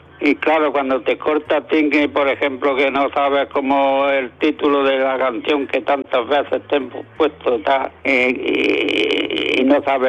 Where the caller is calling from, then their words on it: Almuñécar, Andalusia, Spain; de Almuñécar.